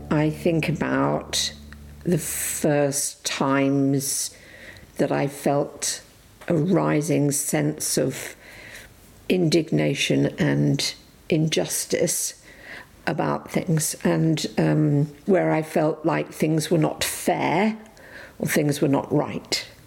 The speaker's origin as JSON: {"language": "English", "area": "Devon", "region": "South West England", "country": "United Kingdom", "tie": "born there", "said": "because I was born in Devon, well, not just in Devon, but because I was born in England, I was the English one"}